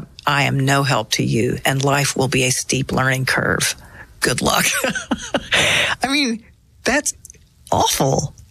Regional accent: Nashville, Tennessee, United States; But because I grew up in Nashville and just generations of friends, everything was buffered by community.

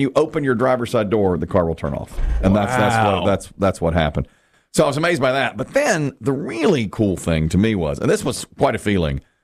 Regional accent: Ashburn, Virginia, United States; As well, Wayne Thomas Chevrolet in Ashburn, my hometown, is considering doing some advertising.

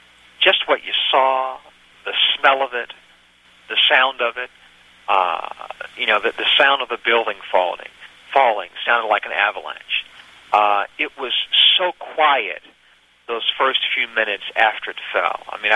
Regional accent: the South, United States; I'm a Southerner

